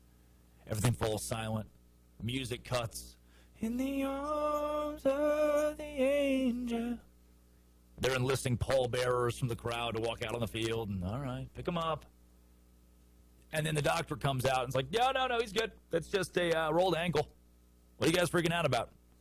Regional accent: Arkansas, United States; Where I grew up in Valonia, Arkansas.

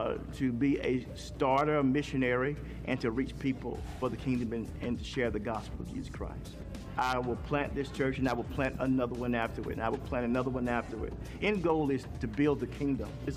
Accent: Tuscaloosa, Alabama, United States; born there; No, I'm not Haitian. I was born in Tuscaloosa, Alabama.

